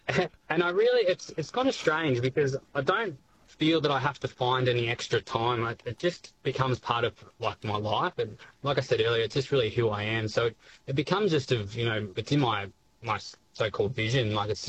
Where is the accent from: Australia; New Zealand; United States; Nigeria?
Australia; Rokeby, Victoria; at the local market just in Rokeby, my hometown.